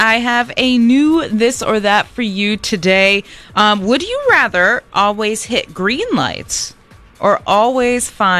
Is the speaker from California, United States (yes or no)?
yes; California, United States; born there; My mom makes a joke about how, like, I was born in California and you can tell by my tardiness.